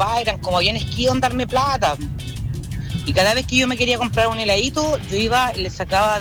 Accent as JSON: {"language": "Spanish", "town": "Lota", "region": "Biobío", "country": "Chile", "tie": "born or raised there", "moved": "yes", "lives_now": "Los Ángeles, Chile", "said": "Cuando era pequeña yo vivía en Lota. Bueno, yo soy oriunda, soy hija de minero, con mucho orgullo, soy chuyonca"}